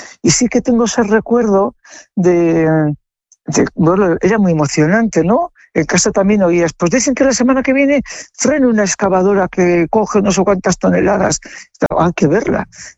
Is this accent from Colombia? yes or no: no; Gallarta, Basque Country, Spain; vengo de un pueblo alegre, de un pueblo con mucha gente en la calle